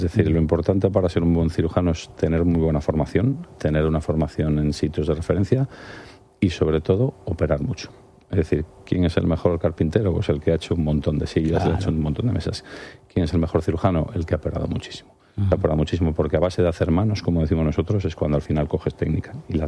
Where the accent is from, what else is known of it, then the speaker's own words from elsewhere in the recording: Valladolid, Castile and León, Spain; now in Madrid, Spain; Es verdad, yo soy un madrileño de Valladolid.